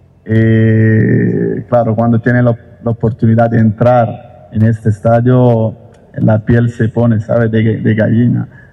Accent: Italy; Spanish is a second language; ¿Sabe? Como italiano aquí he vivido algún momento muy bueno

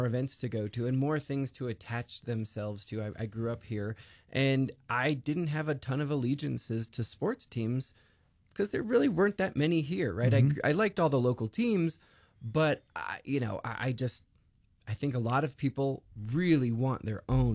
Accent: Rio Rancho, New Mexico, United States; I grew up in Rio Rancho, drove all that way to go see Dukes games several times a year.

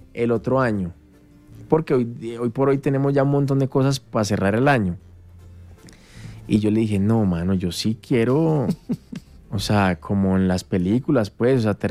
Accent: Colombia; Sí, me iba, pero bueno, en últimas pensé en mi tierra. ¿Sabes qué pasó? Como que... Era más fácil que bajáramos nosotros cuatro a hacer mover media Colombia para allá

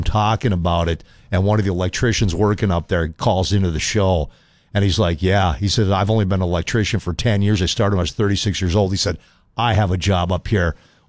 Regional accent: Hibbing, Minnesota, United States; born or raised there; moved away

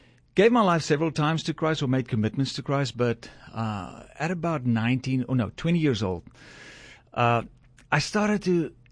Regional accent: Kirkwood, Eastern Cape, South Africa; born or raised there

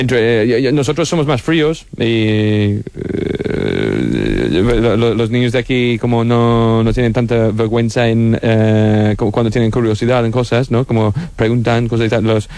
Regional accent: South West England, United Kingdom; Spanish is a second language; No, Estados Unidos no, coño, yo soy de Reino Unido.

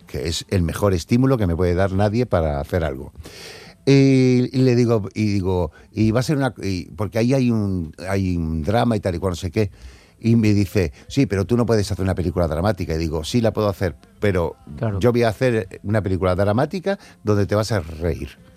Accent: Cádiz, Andalusia, Spain; Entonces yo quise recordarle a Cádiz que yo seguía siendo gaditano, que yo seguía llevando a Cádiz en el corazón

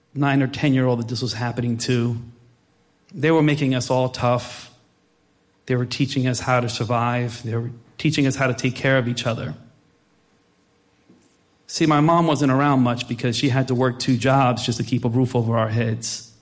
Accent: Plainfield, New Jersey, United States; born there; I was born in 1974 in Plainfield, New Jersey. Plainfield people here. The fourth son of Afro-Latino immigrants from the Dominican Republic.

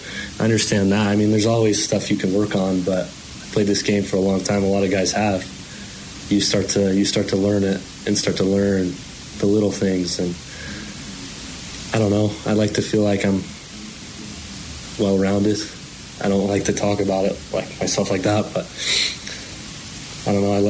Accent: Oxford, Mississippi, United States

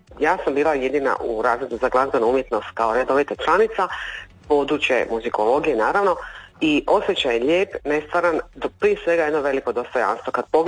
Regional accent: Sinj, Split-Dalmatia County, Croatia; ja sam rodom iz svog Sinja

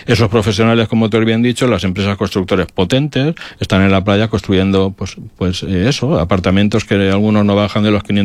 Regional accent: Petrer, Valencian Community, Spain; me gusta desde la política mejorar mi pueblo

